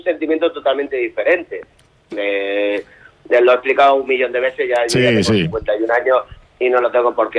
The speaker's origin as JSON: {"language": "Spanish", "region": "Canary Islands", "country": "Spain", "said": "O sea, como canario, por supuesto, pero yo el año que pasé en Las Palmas fue buenísimo."}